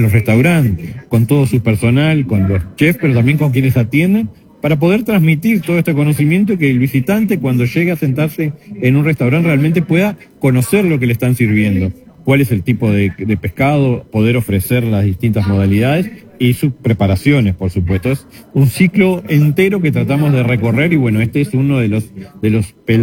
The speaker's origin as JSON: {"language": "Spanish", "country": "Uruguay"}